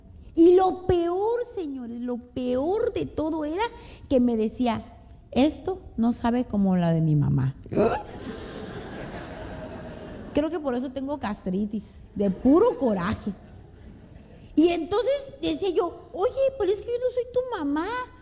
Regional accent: Monterrey, Nuevo León, Mexico; No, hombre, yo soy de Monterrey, donde uno come cabrito, carne, salsa, tortillas, cosas sabrosas.

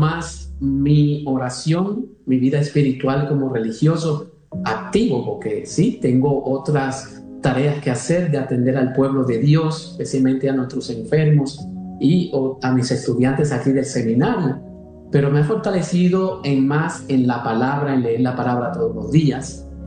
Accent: Comerío, Puerto Rico; moved away as an adult; also born or lived in Massachusetts, United States; now in Costa Rica; yo soy originario de Puerto Rico. Yo soy de un pueblo llamado Comerío, en el centro de la isla, entre las montañas, y pues ahí crecí, viví mi vida ahí, y ya como a eso de edad de 19 años, 20 años, emigré a los Estados Unidos y me establecí en la ciudad de Massachusetts, en el estado

